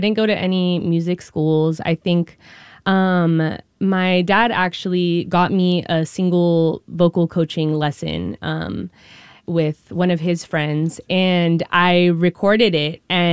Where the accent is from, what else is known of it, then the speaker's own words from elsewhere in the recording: Redwood City, California, United States; also born or lived in Mexico; Yeah, I was born in Mexico to a third generation San Franciscan mother, and then I was raised mostly in Redwood City. So yeah, that did shape me a lot, and I wouldn't change anything. I liked growing up there.